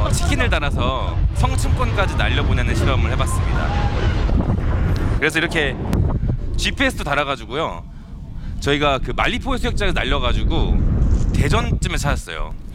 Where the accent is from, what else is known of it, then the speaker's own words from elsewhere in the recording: Seoul, South Korea; 저는 어렸을 때 대치동이라는 동네에 살았습니다. 대치동이 뭘로 유명한 곳이죠, 여러분? 그렇죠, 학원, 뭐 학구열, 8학군 뭐 이런 걸로 되게 유명한 곳이잖아요.